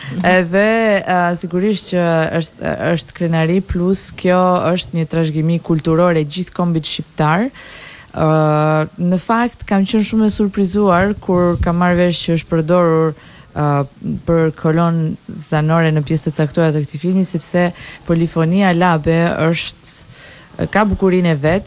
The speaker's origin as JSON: {"language": "Albanian", "town": "Vlora", "region": "Vlorë County", "country": "Albania", "said": "nuk jam vetëm krenare si shqiptare, po jam krenare se jam nga Vlora në këtë rast, dhe kjo është krenaria e Labëris"}